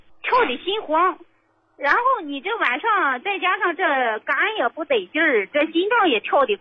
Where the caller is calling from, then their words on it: Tai'an, Shandong, China; 我是山东的，山东泰安的听众